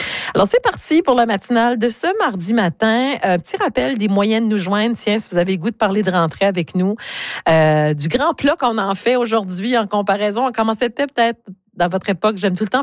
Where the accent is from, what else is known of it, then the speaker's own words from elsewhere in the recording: Burnsville, New Brunswick, Canada; born there; partir de chez nous à Burnsville jusqu'à Paquetteville, puis après ça jusqu'à Caraquet.